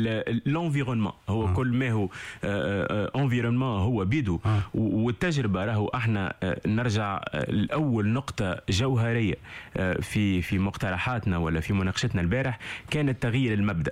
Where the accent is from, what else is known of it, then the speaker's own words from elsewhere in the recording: Tunisia; انا شوي 100 تونيزيان 100 ماروكان انا الوالده مغربيه